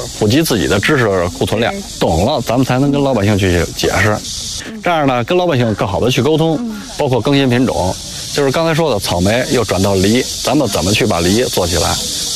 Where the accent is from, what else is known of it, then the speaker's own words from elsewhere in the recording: China; 因为我就是这村人，从小看着这村一点点变化